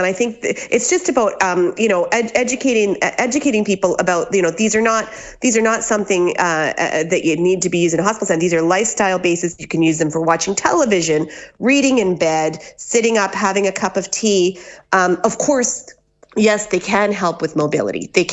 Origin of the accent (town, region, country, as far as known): Canada; now in Ballina, Ireland